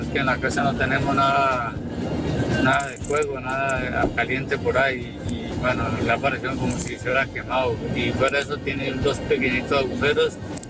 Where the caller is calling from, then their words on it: Barcelona, Catalonia, Spain; de Barcelona.